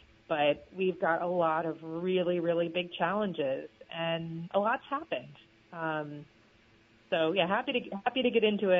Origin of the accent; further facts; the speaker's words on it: South Newbury, Vermont, United States; we're not from Newbury, we're from South Newbury, but it's definitely not Bradford, which is even farther south.